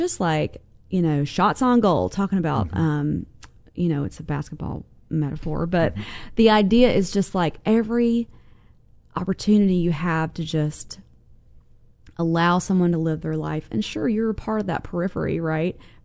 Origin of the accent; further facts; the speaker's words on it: the South, United States; moved away; also born or lived in New York; sweet, happy, chatty Southerner